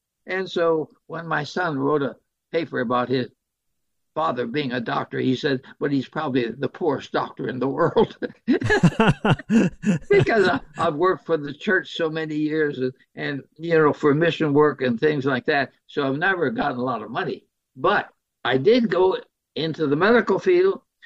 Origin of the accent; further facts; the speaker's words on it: China; But the reason I got into this public health business was my bringing up in China. I grew up in China